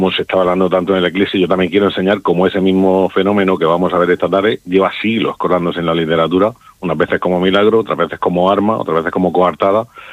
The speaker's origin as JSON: {"language": "Spanish", "town": "Mula", "region": "Region of Murcia", "country": "Spain", "said": "yo lo voy a ver en mi tierra, yo lo voy a ver en Mula"}